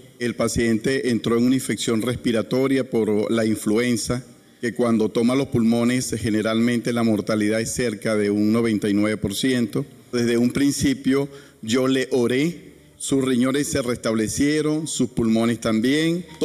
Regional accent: Falcón, Venezuela; Yo vengo de Falcón, Venezuela. Yo soy médico internista.

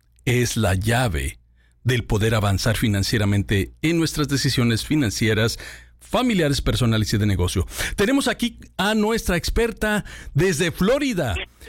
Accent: Mexico; moved away; Soy guía financiero, soy mexicano inmigrante que llegué con una tremenda maleta de sueños como todos ustedes

